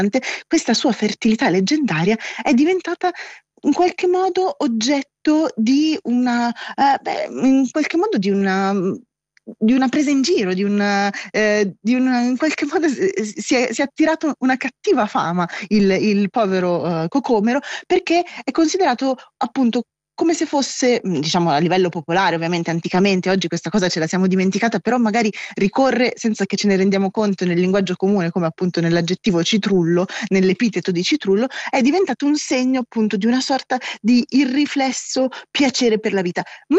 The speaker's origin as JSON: {"language": "Italian", "town": "Milan", "region": "Lombardy", "country": "Italy", "tie": "born there", "also_born_or_lived": "France", "moved": "yes", "lives_now": "Rome, Italy", "said": "io, che sono settentrionale, insomma, che sono nata a Milano, l'ho sempre sentito chiamare anguria, mentre invece effettivamente dove vivo ora a Roma"}